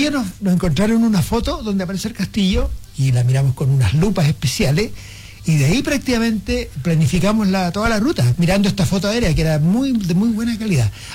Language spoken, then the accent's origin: Spanish; Osorno, Los Lagos, Chile; yo soy originario de Osorno, y en la zona Huilliche, que yo me crié en Osorno